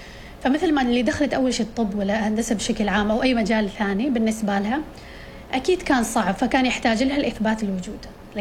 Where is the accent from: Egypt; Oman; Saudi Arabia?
Oman; نحن من سلطنة عمان